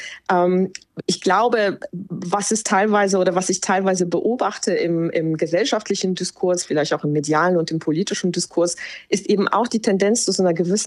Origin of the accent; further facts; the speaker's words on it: Poland; now in Germany; das ist, wie ich mich jetzt als Polin fühle und das ist jetzt, wie ich mich als Deutsche fühle, sondern ich glaube, das Besondere ist eben, dass es so ein Mischwesen ist